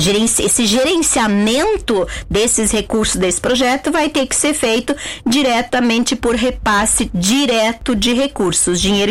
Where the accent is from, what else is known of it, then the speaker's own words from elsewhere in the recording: Rio Grande do Sul, Brazil; Vou tomar um chimarrão, porque eu sou gaúcha